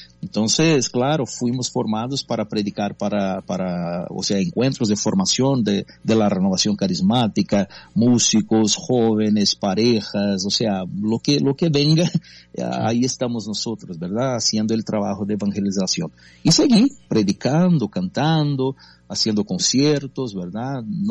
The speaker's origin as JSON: {"language": "Spanish", "country": "Brazil"}